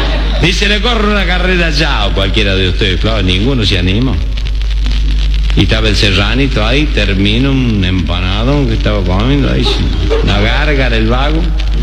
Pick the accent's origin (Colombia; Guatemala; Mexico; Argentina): Argentina; Buenos Aires; Y yo soy de Villa Lugano.